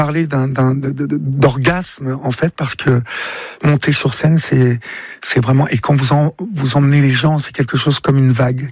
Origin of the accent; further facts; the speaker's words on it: Évreux, Normandy, France; moved away as an adult; j'ai grandi à Évreux, et Évreux est une ville extrêmement compliqué.